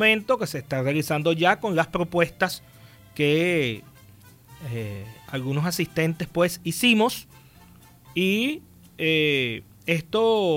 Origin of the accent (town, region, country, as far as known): Venezuela